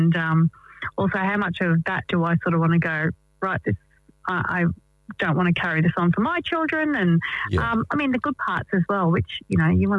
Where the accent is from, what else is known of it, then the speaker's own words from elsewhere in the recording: Ipswich, Queensland, Australia; in my hometown of Ipswich here in Queensland